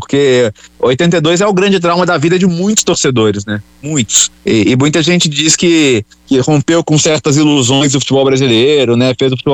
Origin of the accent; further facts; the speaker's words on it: Belo Horizonte, Minas Gerais, Brazil; eu sou de BH, sou atleticano